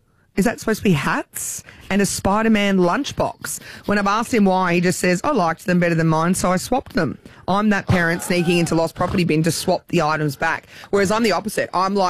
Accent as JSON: {"language": "English", "town": "Logan", "region": "Queensland", "country": "Australia", "tie": "born or raised there", "said": "This is in Logan."}